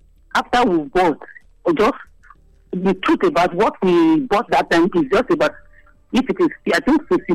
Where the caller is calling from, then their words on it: Benin City, Edo, Nigeria; I'm calling from Benin.